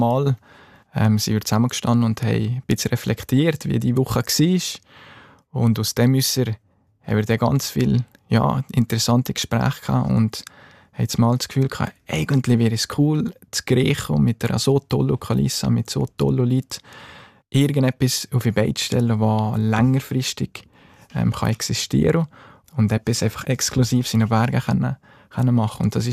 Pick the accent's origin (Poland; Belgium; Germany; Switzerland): Switzerland; Grächen, Valais; Grächen ist und bleibt meine Heimat, wenn man in den Bergen, wo so ein kleiner, schöner Bergdorf aufgewachsen ist. Die Heimat, das verliert man nie.